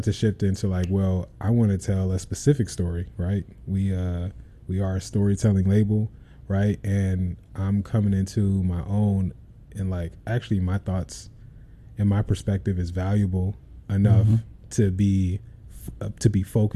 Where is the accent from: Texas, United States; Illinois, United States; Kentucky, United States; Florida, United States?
Illinois, United States; Chicago; growing up in Chicago